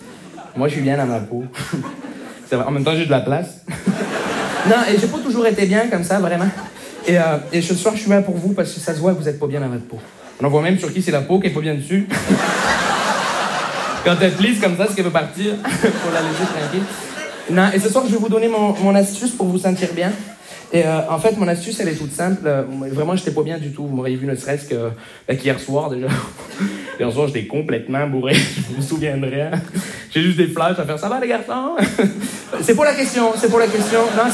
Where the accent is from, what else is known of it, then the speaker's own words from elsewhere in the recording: Montreal, Quebec, Canada; je viens de Montréal.